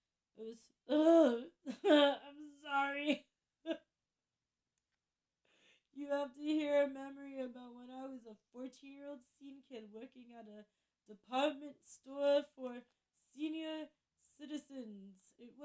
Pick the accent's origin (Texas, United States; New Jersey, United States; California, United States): California, United States; Fairfield; I grew up in Fairfield